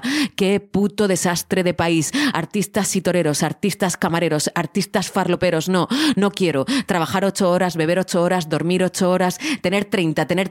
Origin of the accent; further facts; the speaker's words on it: Murcia, Region of Murcia, Spain; justo yo estaba en Murcia, porque yo soy de Murcia.